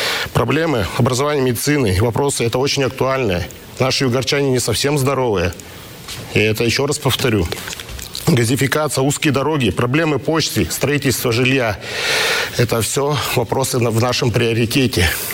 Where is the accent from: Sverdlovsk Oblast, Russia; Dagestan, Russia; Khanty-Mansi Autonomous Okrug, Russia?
Khanty-Mansi Autonomous Okrug, Russia; Gornopravdinsk; Я родился и вырос в маленьком поселке Горноправдинск. И проблемы моего региона знакомы мне не понаслышке.